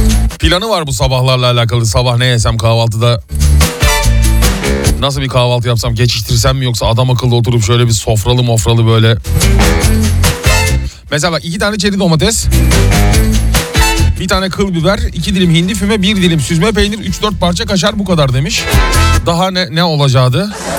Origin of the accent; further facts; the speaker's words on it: İzmir, Turkey; also born or lived in Istanbul; Ben İstanbul'da doğdum ama yani benim memleketim İzmir.